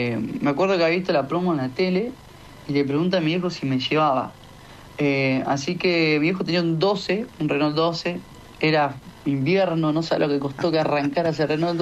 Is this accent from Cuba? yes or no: no; San Pedro, Buenos Aires Province, Argentina; Pozo de Campana, yo soy de San Pedro, un campanense, un sanpedrino.